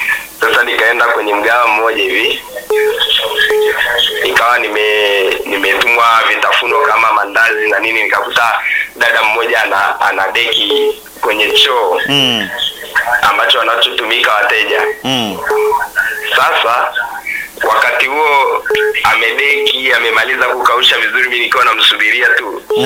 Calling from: Marangu, Kilimanjaro, Tanzania; natokea mkoani Kilimanjaro.

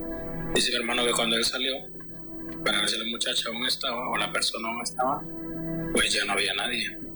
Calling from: Cortés, Honduras; Soy de Honduras, del departamento de Cortés.

